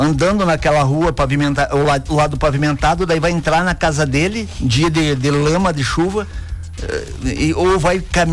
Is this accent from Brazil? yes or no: yes; Guarujá, São Paulo, Brazil; Nós que somos do Guarujá